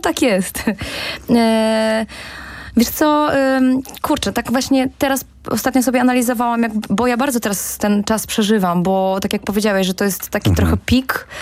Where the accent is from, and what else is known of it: Warmian-Masurian Voivodeship, Poland